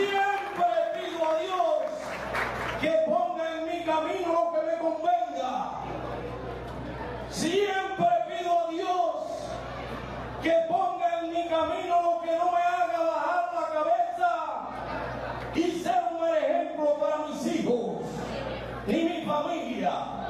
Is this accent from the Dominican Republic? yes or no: yes; Valverde, Dominican Republic; se levanta con la fuerza para seguir trabajando en beneficio de mi pueblo, de mi provincia de Valverde.